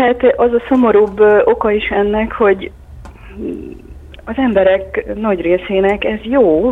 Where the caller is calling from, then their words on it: Hungary; Vidéki vagyok.